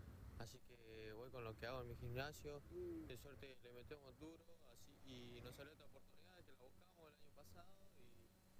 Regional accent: Jujuy, Argentina; moved away; Bueno, entreno hace un año y medio con él, que vengo de Jujuy.

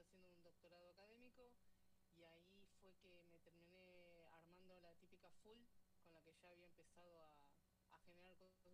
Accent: Argentina; moved away as an adult; now in Austin, United States

